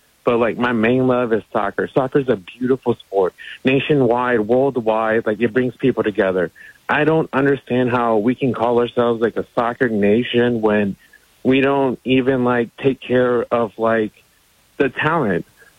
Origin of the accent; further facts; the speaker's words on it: Mexico; English is a second language; now in Fredericksburg, United States; From Mexico.